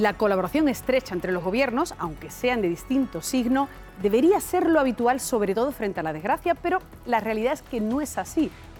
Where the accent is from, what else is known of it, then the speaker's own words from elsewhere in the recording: Andalusia, Spain; he venido desde Andalucía porque él se ha querido marchar hasta mi tierra, hasta Andalucía